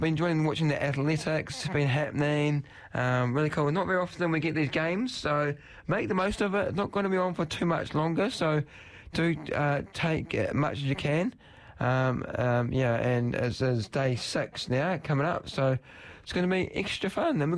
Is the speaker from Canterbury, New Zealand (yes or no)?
yes; Christchurch, Canterbury, New Zealand; We are from Christchurch, New Zealand.